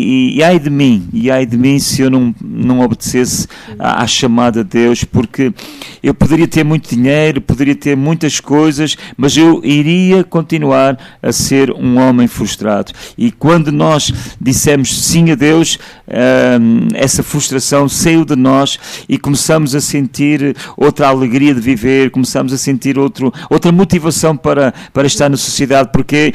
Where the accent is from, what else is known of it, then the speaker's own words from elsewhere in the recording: Porto, Norte, Portugal; moved away; eu sou natural do Porto, esqueci-me há pouco de dizer isso, não é? Nós trabalhávamos no Porto